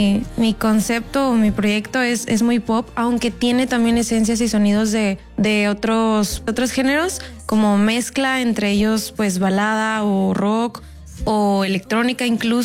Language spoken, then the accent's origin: Spanish; Monterrey, Nuevo León, Mexico; soy de Monterrey, soy artista, cantante y compositora